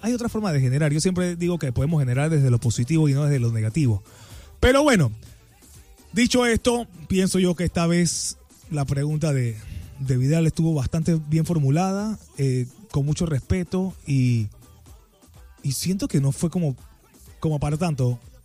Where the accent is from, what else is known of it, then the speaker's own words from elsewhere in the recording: Panama; porque somos panameños